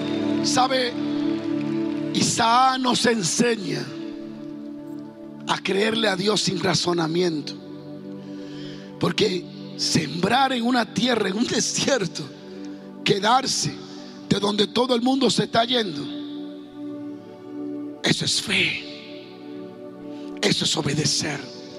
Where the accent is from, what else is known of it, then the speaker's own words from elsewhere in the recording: Dominican Republic; moved away; Como dominicano, tú te crías con el tigraje, dicen allá, obligado.